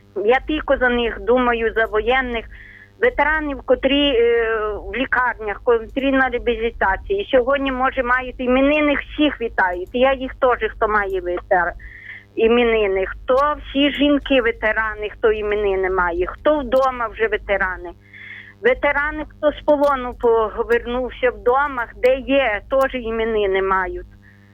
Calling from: Ternopil Oblast, Ukraine; Тернопільщина.

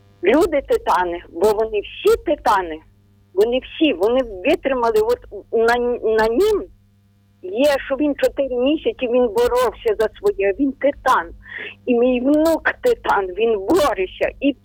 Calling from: Ternopil, Ternopil Oblast, Ukraine; Ми з Тернополя.

